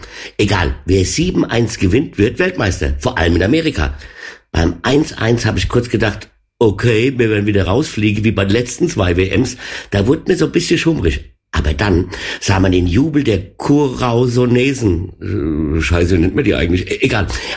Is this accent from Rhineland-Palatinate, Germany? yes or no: yes; Mainz, Rhineland-Palatinate, Germany; Aber, Herr Nagelsmann, beim nächsten Spiel will ich als Mainzer auch den Nadim Amiri sehen